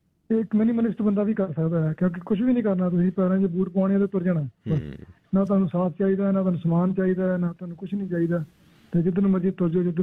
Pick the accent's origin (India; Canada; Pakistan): India; Amritsar, Punjab; moved away as an adult; ਅਸੀਂ ਸਾਰੀ ਪੰਜਾਬ ਤੋਂ ਅੰਮ੍ਰਿਤਸਰ, ਸ੍ਰੀ ਅੰਮ੍ਰਿਤਸਰ ਸਾਹਿਬ ਤੋਂ ਬਿਲੋਂਗ ਕਰਦੇ ਹਾਂ। ਪਿੱਛੋਂ ਸਾਡਾ ਪਿੰਡ ਵੈਸੇ ਹੈਗਾ ਵਾ ਸੂਰੋ ਪੱਡਾ, ਮਹਿਤੇ ਲਾਗੇ, ਪਰ ਸਾਡੀ ਪਰਵਰਿਸ਼ ਜਿਹੜੀ ਆ ਉਹ ਅੰਮ੍ਰਿਤਸਰ ਸ਼ਹਿਰ 'ਚ ਹੋਈ ਹੈ।